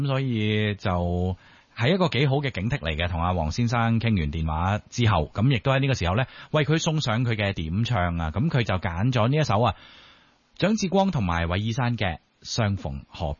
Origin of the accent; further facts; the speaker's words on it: China; 任何嘢即係我哋中國人都有句說話啦，物極必反啊嘛